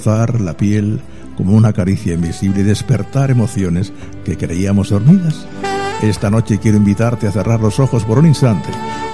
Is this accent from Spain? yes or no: yes; Cartagena, Region of Murcia, Spain; Buenas noches, cartageneros. Mi tierra.